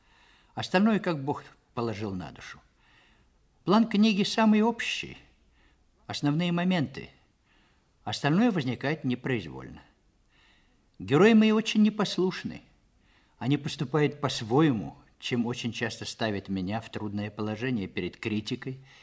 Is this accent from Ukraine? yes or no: yes; Odesa, Odesa Oblast, Ukraine; born there; Родился в Одессе в 1897 году.